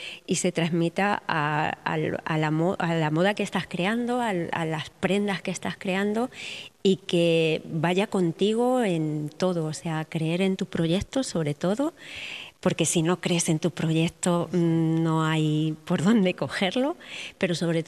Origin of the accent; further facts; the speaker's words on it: Extremadura, Spain; moved away; a mi tierra, al territorio y del territorio captar la esencia y esa esencia que llevo yo dentro por ser Verata